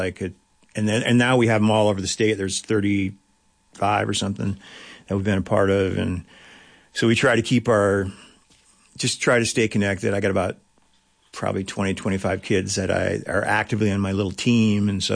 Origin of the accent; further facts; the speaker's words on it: Big Sandy, United States; I said, "Hey, how about if in return you just build a bowl in my hometown of Big Sandy?"